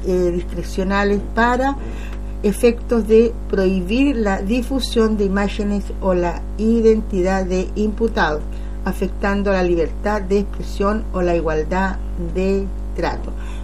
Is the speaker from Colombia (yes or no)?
no; Chile; nosotros como chilenos